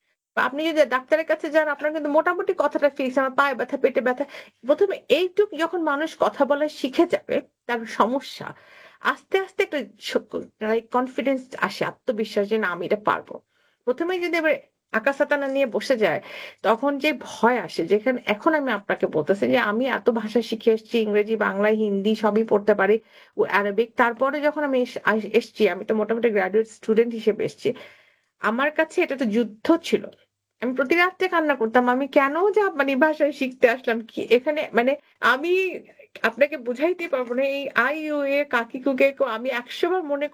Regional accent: Dhaka, Dhaka Division, Bangladesh; now in Japan; আসলে আমার জন্ম ঢাকায়, আমি বড় হয়েছে রামপুরাতে, আমার দাদার বাড়ি গোপালগঞ্জে। আমার ছোটবেলার মেমোরি বলতে সব ঢাকাতেই, মাঝে মাঝে হয়তো তখন গোপালগঞ্জে দেখতাম।

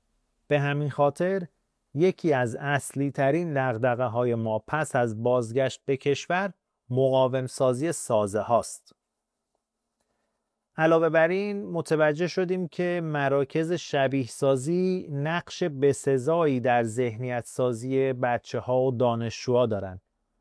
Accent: Kunar, Afghanistan; در زادگاه من، ولایت کنر در شرق افغانستان

